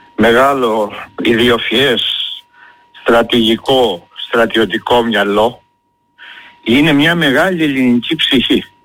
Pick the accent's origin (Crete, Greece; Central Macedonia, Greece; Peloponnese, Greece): Crete, Greece; όπου και βρεθώ, όχι μόνο στην Κρήτη δηλαδή, λέω είμαι Έλληνας. Πρώτα απ' όλα είμαι κριτικός.